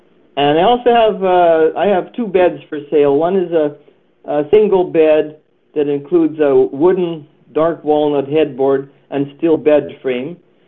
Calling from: Enola, Manitoba, Canada; Enola, Manitoba.

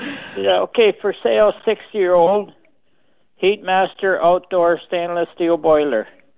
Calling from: Dauphin, Manitoba, Canada; Yeah, I'm calling from Dawson, Manitoba.

